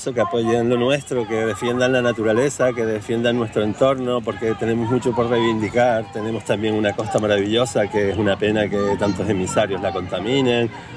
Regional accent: Tenerife, Canary Islands, Spain; a los que somos naturales de Tenerife o de las Islas Canarias

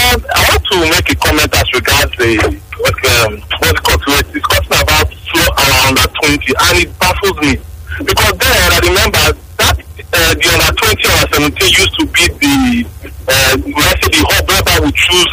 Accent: Lagos, Nigeria; I grew up in Lagos

